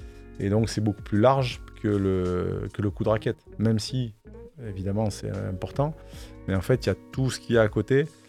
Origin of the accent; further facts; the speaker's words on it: Occitanie, France; moi j'ai grandi vers Perpignan